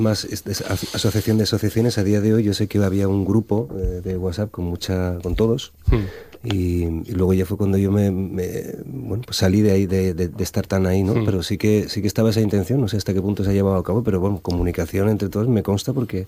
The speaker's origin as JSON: {"language": "Spanish", "town": "Piñera", "region": "Asturias", "country": "Spain", "said": "Es como, sí, somos de Llanera, pero yo realmente soy de Piñera, ¿no?"}